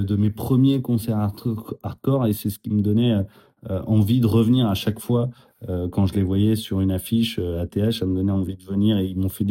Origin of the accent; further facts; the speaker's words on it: western France, France; Moi, je viens de l'Ouest, donc je suis très fier de dire West Coast